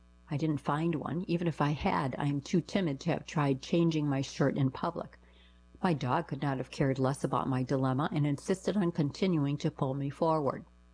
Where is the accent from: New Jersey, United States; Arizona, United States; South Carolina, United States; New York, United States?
New York, United States; Rego Park; when I was growing up in Rego Park in the 1950s, I used to scour gutters for discarded Bazooka bubblegum comics